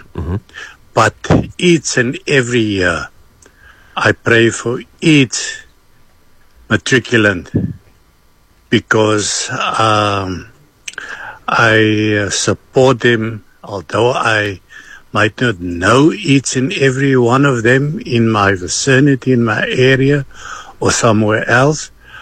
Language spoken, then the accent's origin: English; Elsie's River, Western Cape, South Africa; here from Elsie's River.